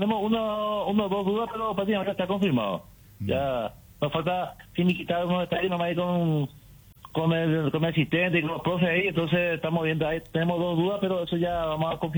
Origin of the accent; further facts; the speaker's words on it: Pastoreo, Itapúa, Paraguay; yo soy de Pastoreo, la ciudad de Pastoreo.